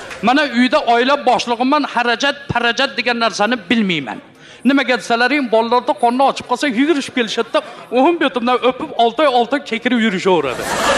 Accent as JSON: {"language": "Uzbek", "town": "Margilan", "region": "Fergana Region", "country": "Uzbekistan", "tie": "born there", "said": "O'zimizni Marg'ilonda roddomining kaldorda tug'ilganman."}